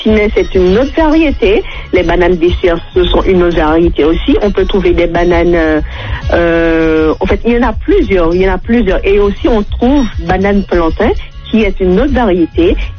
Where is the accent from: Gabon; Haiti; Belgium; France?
Haiti; je suis haïtienne.